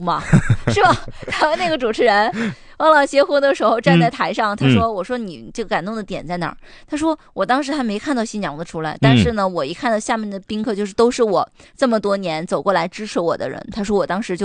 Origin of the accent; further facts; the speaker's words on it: Northeast China, China; 我们东北人说实话不太善于用语言去表达这些